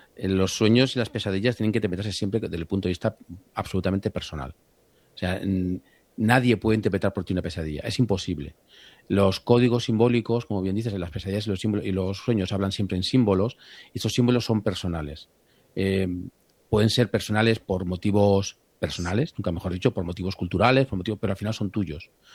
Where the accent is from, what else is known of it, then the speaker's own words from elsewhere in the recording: Madrid, Community of Madrid, Spain; yo soy una persona que no soy de costa, soy de Madrid, entonces para mí el mar me asusta.